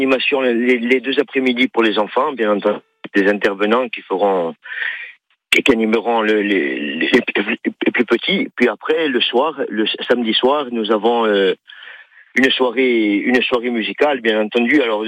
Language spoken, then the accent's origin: French; Corsica, France; tous les gens qui travaillent chez nous en Corse